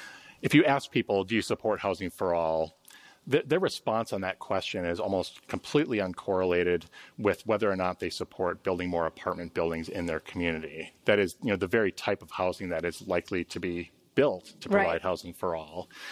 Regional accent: Milwaukee, Wisconsin, United States; my hometown metropolitan area, Milwaukee, Wisconsin

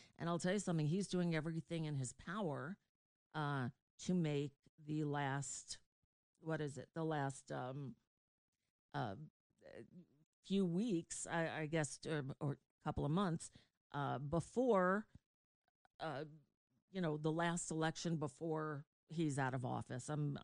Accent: New York, United States; moved away; when I grew up in New York, we always went back to school like the Monday after Labor Day.

